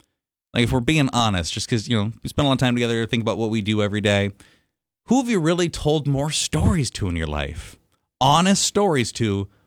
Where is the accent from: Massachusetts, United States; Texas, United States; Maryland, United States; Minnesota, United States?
Minnesota, United States; Minneapolis; moved away; I grew up in the Minneapolis area.